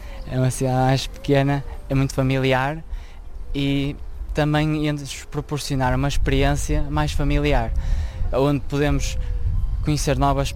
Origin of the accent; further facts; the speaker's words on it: Braga, Portugal; sou da Arquidiocese de Braga, sou do grupo de jovens de Bagunte